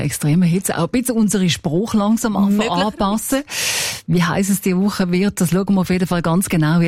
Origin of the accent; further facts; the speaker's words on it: Switzerland; Und bei uns in der Schweiz gibt es ja so ganz eigene Begriffe nicht, oder täusche ich mich da?